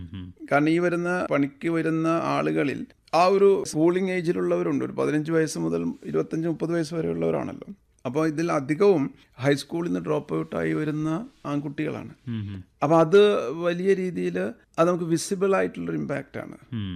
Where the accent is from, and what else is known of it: Kerala, India